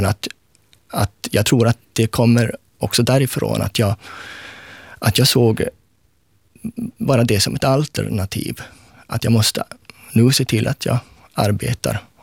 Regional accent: Sweden; accent: Sweden Swedish; now in Finland; Och när jag talar så finns det rikssvenska betoningarna kvar, som ibland också sipprar lite mot det finlandssvenska.

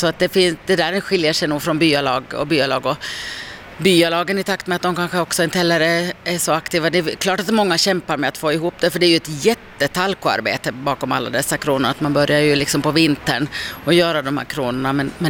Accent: Åland, Finland; de är kanske mer mot den finska stilen och ändå lite så här säregna som vi ålänningar kanske är.

